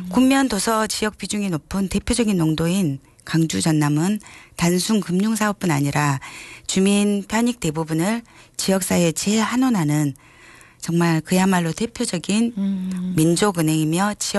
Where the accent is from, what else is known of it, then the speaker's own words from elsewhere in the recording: Dolsan, South Jeolla, South Korea; also born or lived in Yeosu; 제가 어릴 때 돌산에 살던 어린 시절 이모님이 저희 집에 항상 오실 때마다 어린 자에게 늘 예수님 이야기를 들려주셨는데